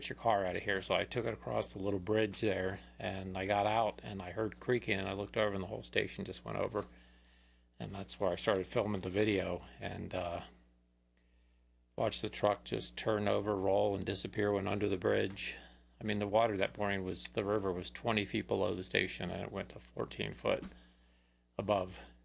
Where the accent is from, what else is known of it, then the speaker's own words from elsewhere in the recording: Florida, United States; I'm from Florida. I've seen every hurricane, you know, all my life